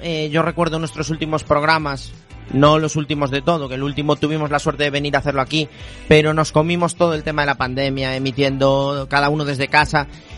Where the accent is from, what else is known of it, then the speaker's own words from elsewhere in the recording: Galicia, Spain; Somos gallegos.